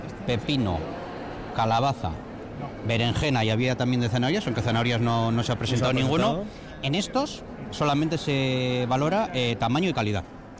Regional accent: Otazu, Basque Country, Spain; also born or lived in Mendiola; soy de Otazu.

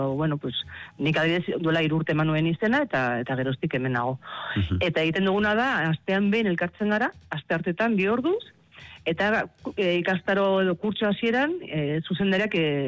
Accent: Pamplona, Navarre, Spain; now in Basaburua, Spain; ni Iruñekoa naiz, baina Basaburuan bizi naiz.

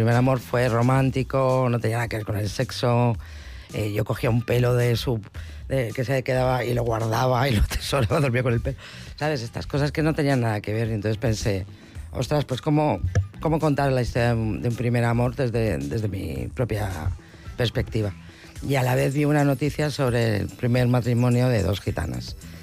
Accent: Basque Country, Spain; moved away as an adult; now in Madrid, Spain; con 19 años porque era de un caserío. Y claro, en Madrid yo estaba todo el rato reivindicando que yo soy del País Vasco, ¿qué pasa aquí, no?

